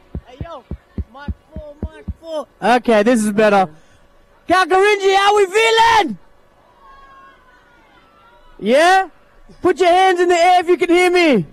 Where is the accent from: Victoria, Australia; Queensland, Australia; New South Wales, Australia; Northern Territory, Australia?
Northern Territory, Australia; Darwin; Well, I'm from Darwin.